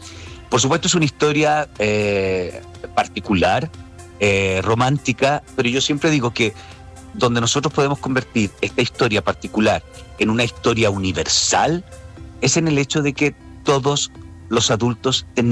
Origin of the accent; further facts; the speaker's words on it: Temuco, Araucanía, Chile; ¿De qué parte de Temuco soy? Mira, vivo súper cerquita de donde va a ser la presentación. Bueno, mis papás, ¿no?